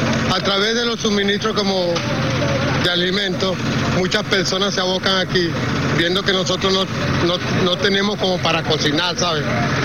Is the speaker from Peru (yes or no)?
no; Venezuela; igualito sigo viniendo, porque somos venezolanos y todo nos duele lo que sucedemos.